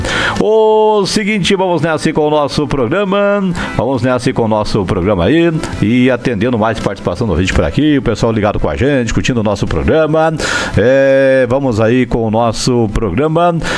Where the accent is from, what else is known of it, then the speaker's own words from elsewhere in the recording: Rio Grande do Sul, Brazil; now in Santa Catarina, Brazil; sou gaúcho aí, né? Moro em Santa Catarina aí, no bairro das Pedras